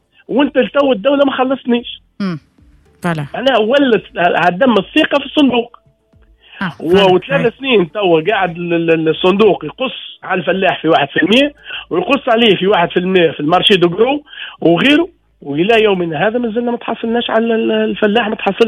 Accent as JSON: {"language": "Arabic", "country": "Tunisia", "said": "ما ثماش مطر عندنا في الشمال الغربي بصفة عامة"}